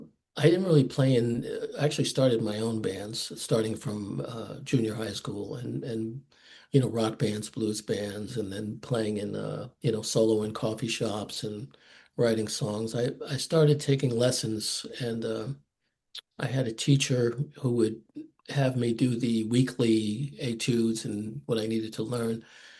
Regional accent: Hamden, Connecticut, United States; also born or lived in New Haven, Connecticut; now in South Portland, United States; I was born in New Haven, but I lived in the neighboring town called Hamden for most of my high school years. Of course, when I was too young to remember it, I lived in New Haven with my family

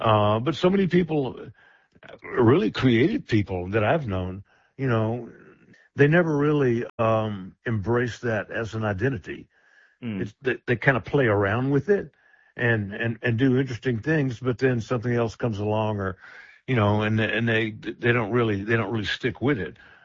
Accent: Southern United States, United States; And growing up in the South, it's like in the South, the Civil War almost never ended.

